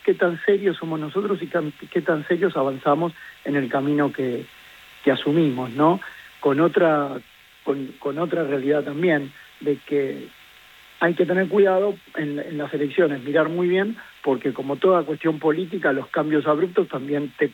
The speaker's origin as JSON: {"language": "Spanish", "country": "Argentina"}